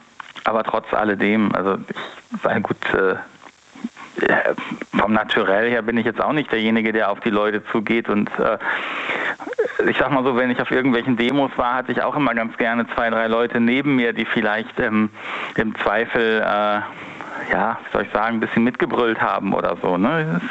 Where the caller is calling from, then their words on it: North Rhine-Westphalia, Germany; Ich komme aus dem Rhein-Sieg-Kreis.